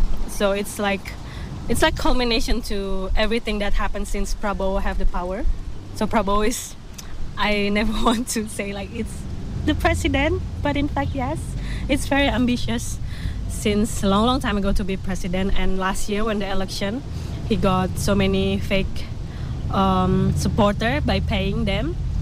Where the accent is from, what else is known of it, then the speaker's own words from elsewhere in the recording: Medan, North Sumatra, Indonesia; English is a second language; moved away as an adult; now in East Java, Indonesia; I'm based in between East Java, one city in East Java, and also my hometown in Medan, not Sumatra. But now I'm visiting Darwin.